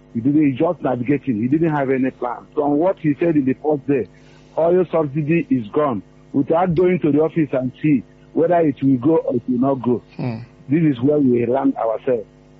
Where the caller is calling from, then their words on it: Ibadan, Oyo, Nigeria; from Elebu.